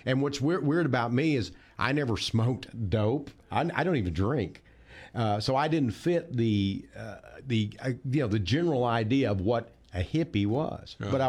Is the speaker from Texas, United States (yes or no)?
yes; Texas, United States; I came from East Texas. I came from blue collar.